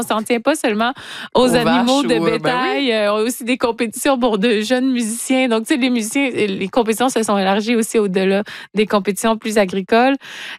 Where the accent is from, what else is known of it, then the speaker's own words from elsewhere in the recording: Rimouski, Quebec, Canada; Rimouski en ma terre natale en 1888